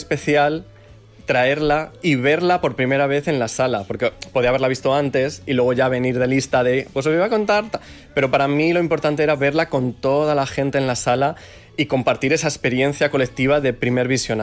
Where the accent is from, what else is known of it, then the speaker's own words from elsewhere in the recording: Zamora, Castile and León, Spain; Yo soy de Zamora, es uh-huh. una ciudad pequeña de provincias. Entonces, claro, yo crezco en los 90